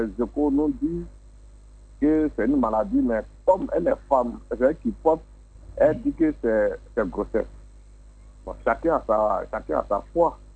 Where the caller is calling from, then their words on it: Abidjan, Côte d’Ivoire; je vous appelle d'Abidjan.